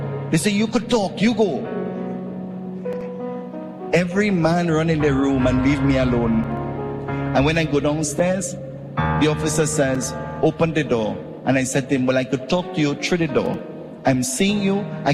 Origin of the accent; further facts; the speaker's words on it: Trinidad & Tobago; Sir, where are you from? What country? I say, Trinidad and Tobago.